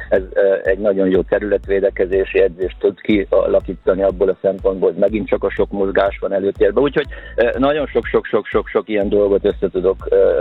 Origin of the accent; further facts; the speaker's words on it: Odorheiu Secuiesc, Harghita, Romania; mert gyerekkoromban Székelyudvarhelyen ugye a női kézilabda akkor A divízióba játszott, és akkor én még egy ilyen ifjúsági játékos voltam